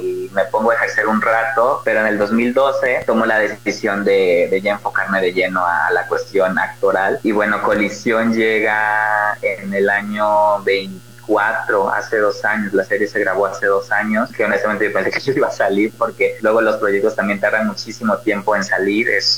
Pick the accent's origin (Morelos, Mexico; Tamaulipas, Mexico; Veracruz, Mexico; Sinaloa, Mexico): Veracruz, Mexico; San Juan Volador; soy originario de San Juan Volador, que pertenece al municipio de Pajapan, Veracruz. Yo saludos a toda la gente de allá.